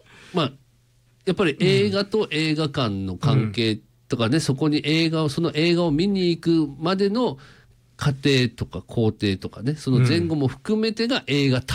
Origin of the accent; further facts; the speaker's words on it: Ibaraki, Japan; 地元茨城